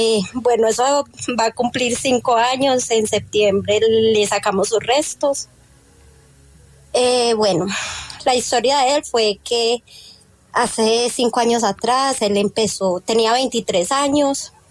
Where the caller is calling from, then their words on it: Pereira, Risaralda, Colombia; nosotros somos de Risaralda, o sea, de Pereira